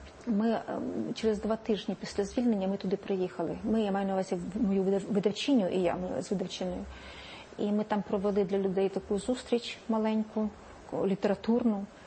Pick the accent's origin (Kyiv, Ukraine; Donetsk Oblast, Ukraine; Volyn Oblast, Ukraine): Kyiv, Ukraine; Я киянка, так.